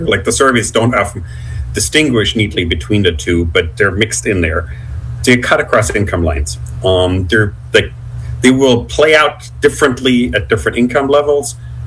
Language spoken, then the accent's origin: English; United States; we're American